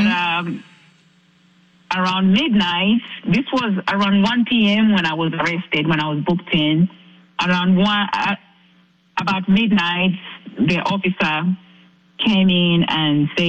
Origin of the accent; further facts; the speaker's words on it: Zambia; I'm not a U.S. citizen. I'm from Zambia, Africa.